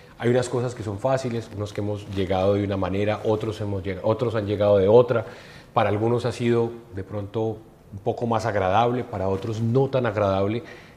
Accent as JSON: {"language": "Spanish", "country": "Colombia", "moved": "yes", "said": "Sí, el país de nosotros es una maravilla."}